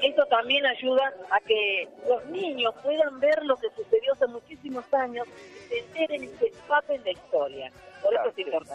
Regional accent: Tucumán, Argentina; nos llena de orgullo como tucumanos, como norteños y como parte de este país tan importante como es la República Argentina.

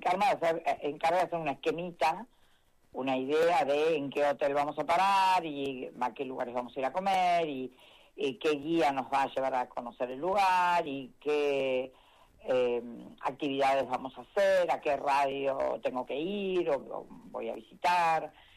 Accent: Argentina; Somos Argentina con Maradona, con Messi.

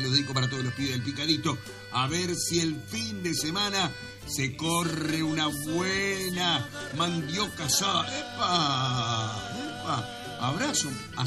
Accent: Goya, Corrientes, Argentina; Me presento. … Soy de Goya, Corrientes.

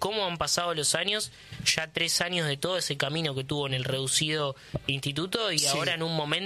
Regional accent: Caseros, Buenos Aires Province, Argentina; Yo que soy de Caseros

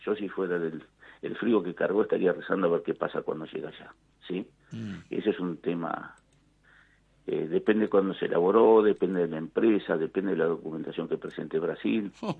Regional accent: Argentina

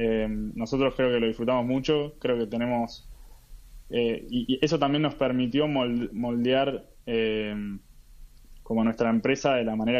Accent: Buenos Aires, Argentina; Sí, somos de Buenos Aires.

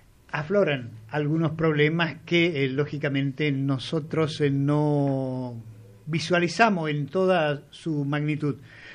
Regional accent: Argentina

